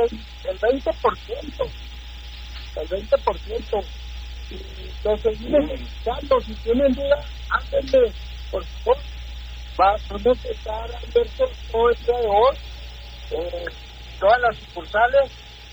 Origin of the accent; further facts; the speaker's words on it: Mexico; Porque es lo que somos los mexicanos, por eso.